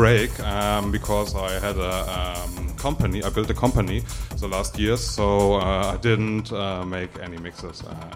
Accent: North Rhine-Westphalia, Germany; now in Detroit, United States; Yeah, I come from the Rhine-Ruhr area.

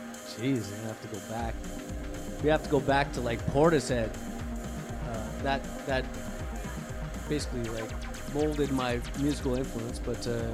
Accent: Windsor, Ontario, Canada; but I'm trying to bring other acts, bigger acts, into my hometown Windsor, into Canada.

